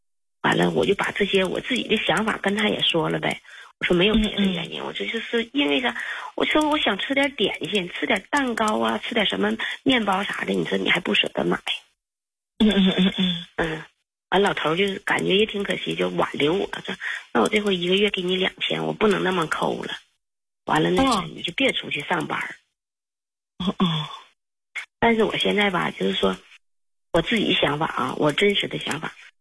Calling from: northern China, China; 我们都是北方人

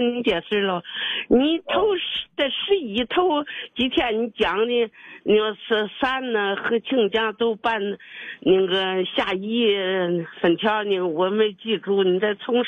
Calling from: Dalian, Liaoning, China; 我是大连晋州的

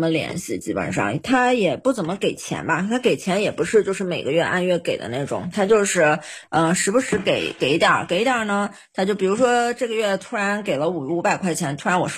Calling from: Xinjiang, China; 我是新疆人

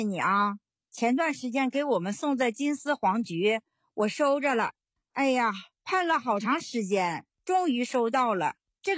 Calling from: Fuxin, Liaoning, China; 我是阜新的。

